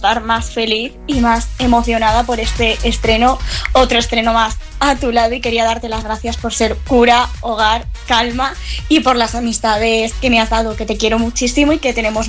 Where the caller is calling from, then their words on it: Madrid, Community of Madrid, Spain; de Madrid.